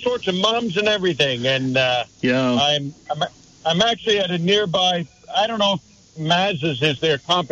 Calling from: Lowell, United States; I'm from Lowell, but right now I'm rolling through Colchester.

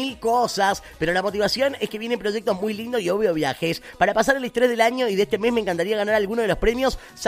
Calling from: Maipú, Mendoza, Argentina; Hola, Chori … de Maipú, te escucho desde la panadería.

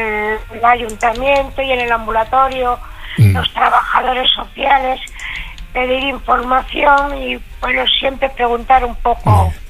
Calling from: Cantabria, Spain; Yo aquí en Cantabria

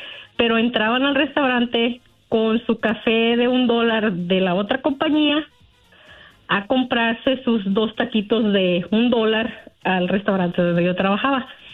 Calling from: Manteca, California, United States; De aquí, de la ciudad de Manteca, California.

